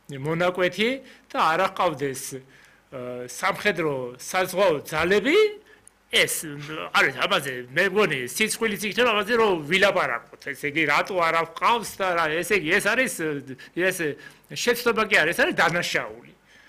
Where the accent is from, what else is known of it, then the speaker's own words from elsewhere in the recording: Western Georgia, Georgia; იმიტომ რომ მე თვითონ დასავლეთიდან ვარ